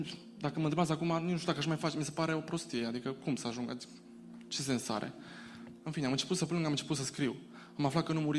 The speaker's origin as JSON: {"language": "Romanian", "town": "Baia Mare", "region": "Maramureș County", "country": "Romania", "said": "O fată din Baia Mare, eu sunt din Baia Mare, apropo."}